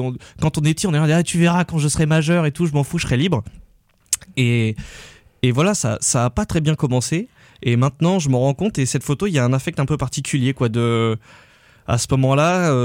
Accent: Grenoble, Auvergne-Rhône-Alpes, France; born or raised there

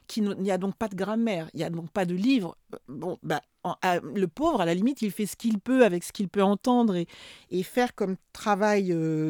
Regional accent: French Antilles, France; moi je suis originaire des Antilles françaises.

